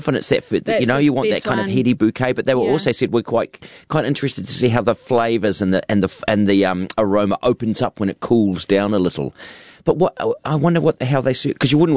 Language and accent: English; New Zealand; I'm a New Zealander, and so I just take it.